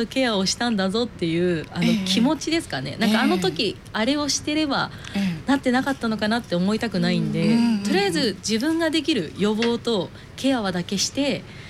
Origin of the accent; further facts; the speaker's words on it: Ise, Mie, Japan; ふるさと伊勢の愛を届けつつ